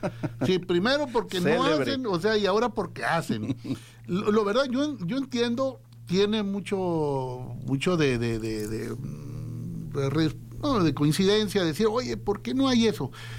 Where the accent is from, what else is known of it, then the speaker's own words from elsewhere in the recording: Navojoa, Sonora, Mexico; Yo he visto casos, por ejemplo, donde voy más o menos seguido, es a mi tierra, a Navojoa, donde puedo.